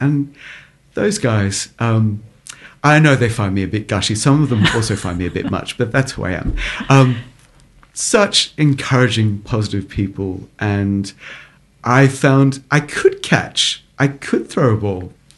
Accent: Brisbane, Queensland, Australia; born there; accent: plummy; So anyway, I spent a little bit of time in Southeast Queensland where my family are, tried to find my place in Brisbane where I was born, but found it quite hard.

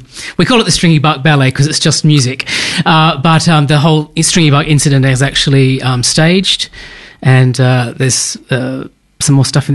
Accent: Western Australia, Australia; I'm actually from Western Australia

